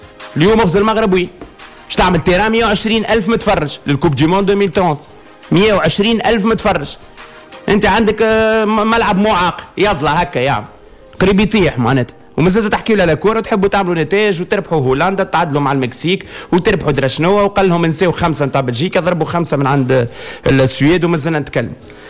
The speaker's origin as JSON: {"language": "Arabic", "country": "Tunisia", "said": "انا تونسي نعطي رأي في اي موضوع في تونس كتونسي كمواطن"}